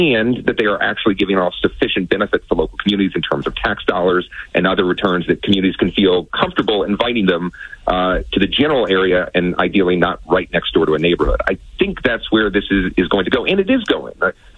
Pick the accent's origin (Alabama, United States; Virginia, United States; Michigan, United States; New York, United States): Virginia, United States; outside of Virginia, my hometown, our home state, not built a lot of data centers.